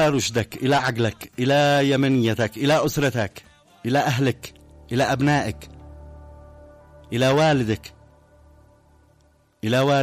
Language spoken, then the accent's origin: Arabic; Yemen; وانت يمني وانا يمني